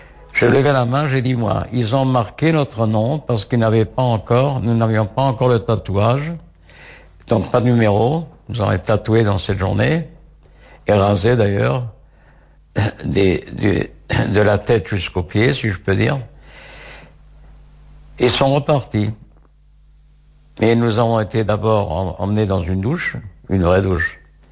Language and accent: French; Strasbourg, Grand Est, France; born there; je viens de France et j'avais pas été dans un cheder. Mais je parlais quand même un peu, parce que d'abord je suis né à Strasbourg, et je parlais déjà un peu d'allemand, et l'alsacien, c'est pas exactement le yiddish, mais j'avais déjà des notions du yiddish.